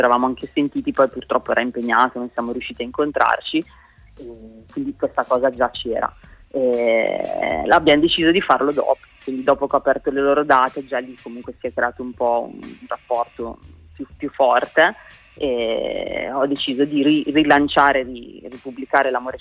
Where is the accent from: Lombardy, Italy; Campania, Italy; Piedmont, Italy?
Lombardy, Italy; Brescia; now in Bologna, Italy; vengo da Brescia originariamente, ormai vivo a Bologna da tanto tempo, ma Brescia è la mia città d'origine